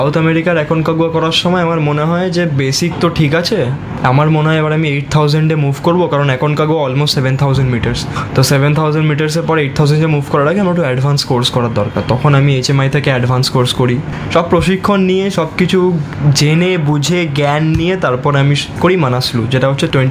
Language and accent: Bangla; India; আমি যেমন প্রথম ভারতীয় যে এলব্রুস উত্তর দিক থেকে ক্লাইম্ব করে আবার উত্তর দিক থেকে ডিসেন্ড ব্যাক করেছিলাম, এটা আমি ফার্স্ট ইন্ডিয়ান।